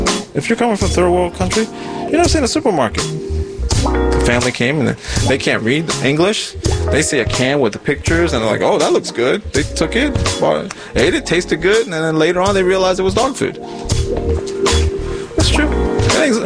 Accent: Maryland, United States; And I've been up here about 12 years. Hello, JJ. Because I grew up in Maryland.

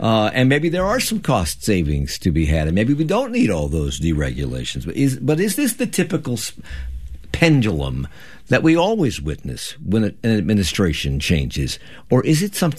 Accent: Washington, District of Columbia, United States; also born or lived in Alexandria, Virginia; I grew up in D.C.

